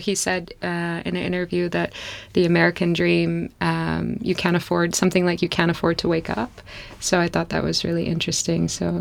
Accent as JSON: {"language": "English", "town": "Amsterdam", "region": "North Holland", "country": "Netherlands", "tie": "born or raised there", "also_born_or_lived": "Chicago", "moved": "yes", "said": "And well, I was born in Chicago, but mm-hmm. grew up in Amsterdam. And my parents moved to the Netherlands because they wanted to give me a better life."}